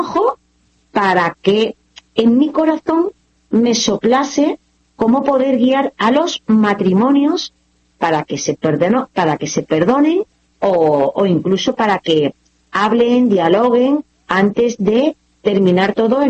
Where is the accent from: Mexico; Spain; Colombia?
Spain; Seville, Andalusia; Y muy ilusionada, recogí la imagen de la Virgen y me la llevé a mi tierra.